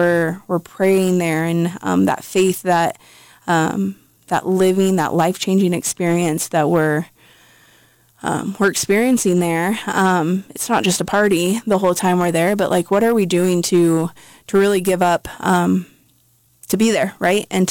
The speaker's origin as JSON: {"language": "English", "region": "Nebraska", "country": "United States", "said": "And just like the cultural aspect of it is different, even though we're all from Nebraska. It's just how my country roots came out a little bit."}